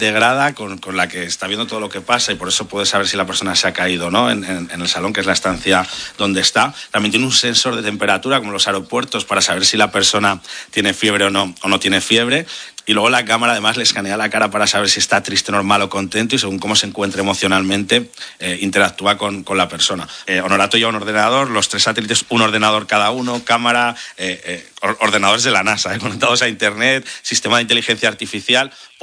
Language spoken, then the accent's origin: Spanish; Zaragoza, Aragon, Spain; now in Sitges, Spain; En Siches, somos de Zaragoza, pero vivimos ahí.